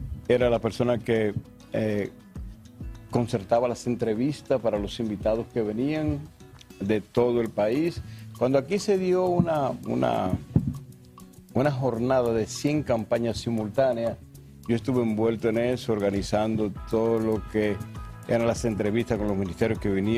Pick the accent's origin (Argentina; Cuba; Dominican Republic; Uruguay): Dominican Republic; Gaspar Hernández, Espaillat; now in Santo Domingo, Dominican Republic; En el 82, vine de Gaspar Hernández, otra vez a la capital.